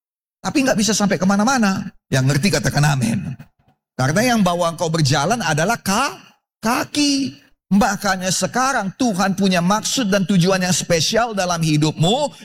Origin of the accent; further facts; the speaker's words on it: Medan, North Sumatra, Indonesia; Tapi saya orang Medan, Ci.